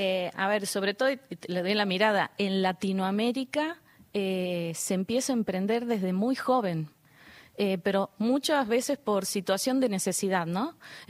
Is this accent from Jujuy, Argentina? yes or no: yes; Jujuy, Argentina; pues yo soy de Jujuy